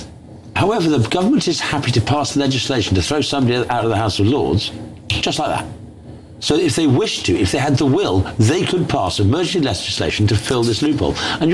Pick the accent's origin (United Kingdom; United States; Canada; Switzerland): United Kingdom; I can tear up my passport. It doesn't stop me being British.